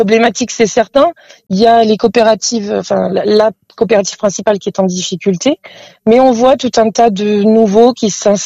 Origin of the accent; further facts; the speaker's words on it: France; parce que j'ai une culture de vin sec, parce que je suis originaire de la Vallée du Rhône.